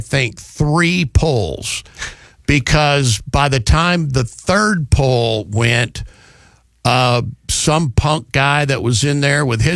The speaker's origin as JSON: {"language": "English", "town": "Dallas", "region": "Texas", "country": "United States", "tie": "born or raised there", "moved": "yes", "said": "when I was a little kid, one of the things that we would do growing up in Texas, I would go to White Rock Lake. White Rock Lake is not a very big lake in the Dallas area"}